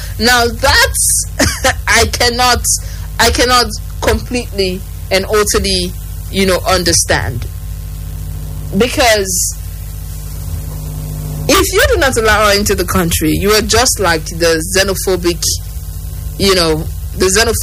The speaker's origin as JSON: {"language": "English", "country": "Nigeria"}